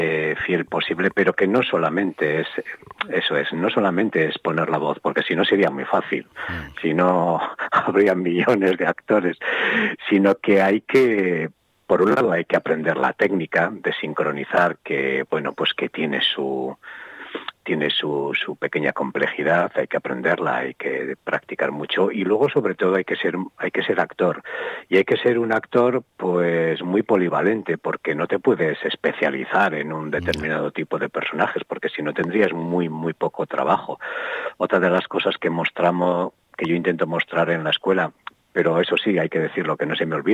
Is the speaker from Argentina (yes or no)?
no; Castro Urdiales, Cantabria, Spain; yo soy de Cantabria, soy de Castrurdiales